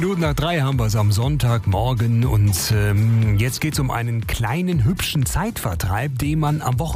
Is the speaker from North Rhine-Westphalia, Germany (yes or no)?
yes; Castrop-Rauxel, North Rhine-Westphalia, Germany; Ich gehe, wenn ich in meiner Heimat bin, fast jeden Tag am BGSV Castrop vorbei an der Anlage. Das ist der Bahnen-Golfsportverein im Stadtteil Ickern.